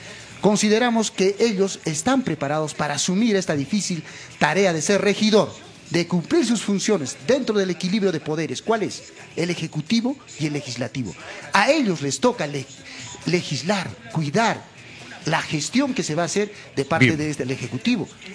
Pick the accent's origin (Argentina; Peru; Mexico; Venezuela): Peru; como santiaguino, más que todo como santiaguino